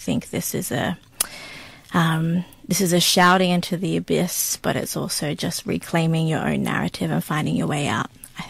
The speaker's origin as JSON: {"language": "English", "region": "New South Wales", "country": "Australia", "tie": "born or raised there", "said": "So growing up on Darug country was big important part of who I am and my identity as well, and being in between, I guess, from the mountains to the sea"}